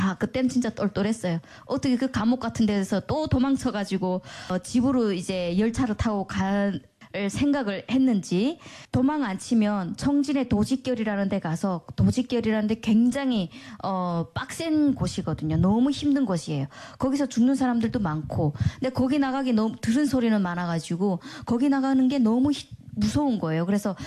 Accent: North Korea; moved away; 이게 너무 위험하구나, 우리 북한에서 왔고 하니까 그래서 위험하구나 해가지고 그 순간부터는 교회를 못 나갔어요.

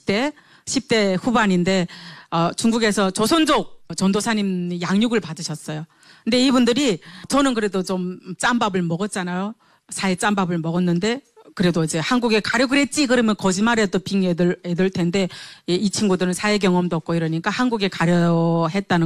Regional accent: North Korea; moved away as an adult; also born or lived in China; 아, 내가 북한 사람이란 거 얘기해야 되나 말아야 되나 이런 고민이 있었는데 뭐 어쨌든 탈북에서 북한에서는 결혼 안 하고 중국에서 애 아빠를 만나서 살았지만

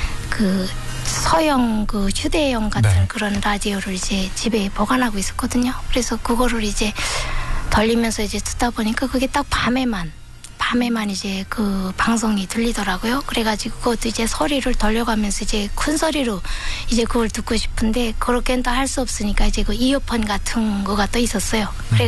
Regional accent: North Korea; moved away; 제가 저 북한에서 이제 살고 있을 때 그 하나님이라는 것에 대해서는 이제 알지 못했고

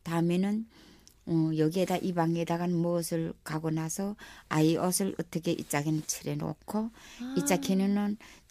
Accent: Chongjin, North Hamgyong, North Korea; now in Gwangmyeong, South Korea; 청진시에서 온

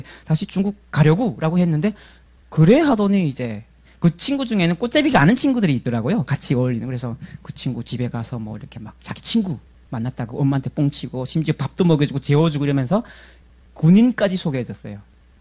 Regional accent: North Korea; moved away; also born or lived in China; 그래서 북한에 또 갔죠. 저는 안 가고 싶었는데 하나님이 차비 안 받으시고 그냥 무료로 이렇게 보내주셔갖고 고향 방문 한번더 했습니다.

